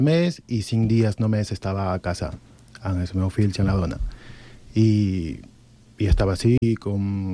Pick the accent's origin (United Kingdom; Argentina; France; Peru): Peru; Callao; Catalan is a second language; moved away as an adult; now in Catalonia, Spain; jo soc del Callao, que és una ciutat al costat de la capital, com Badalona i Barcelona.